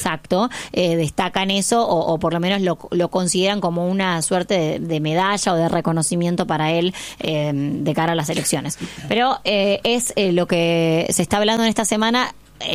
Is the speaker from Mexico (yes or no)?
no; Argentina; siendo argentino